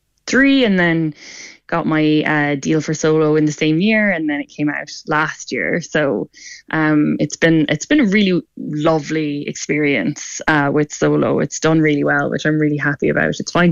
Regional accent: Sixmilebridge, Munster, Ireland; now in Limerick, Ireland; So I'm from Six Mile Ridge in County Clare, and now I'm based in Limerick City

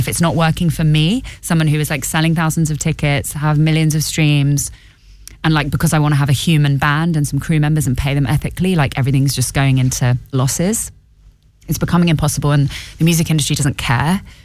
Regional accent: Ireland; I'm Irish

